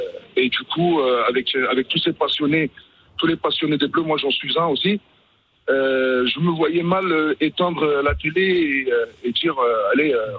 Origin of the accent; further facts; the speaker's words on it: France; en tant que Français